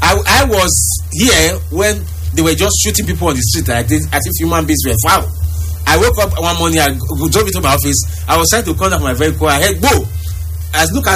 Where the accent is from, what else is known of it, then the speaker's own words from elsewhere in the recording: Nigeria; I grew up in this state in the 90s.